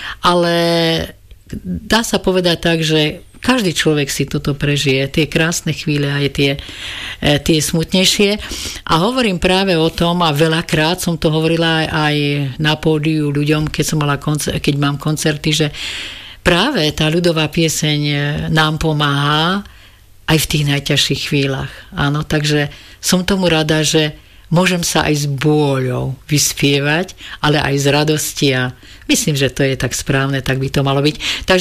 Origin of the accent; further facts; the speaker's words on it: Korytárky, Banská Bystrica Region, Slovakia; u nás na Korytárka a vôbec na Podpolaní je známe, že my si vlastne uchovávame tie tradície aj do súčasného obdobia.